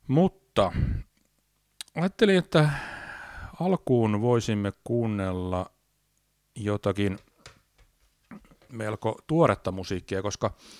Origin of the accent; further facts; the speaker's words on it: Tampere, Pirkanmaa, Finland; olen Tampereelta, mutta en ole Tampereelta, vaan olen lentävän niemestä.